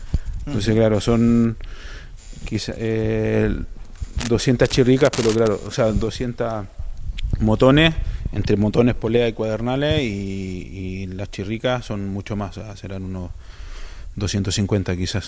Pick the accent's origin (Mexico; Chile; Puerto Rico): Chile; Calbuco, Los Lagos; moved away as an adult; now in Spain; Sí, yo soy de Chile, de la décima región de los Lagos, en Calbuco, de ahí soy.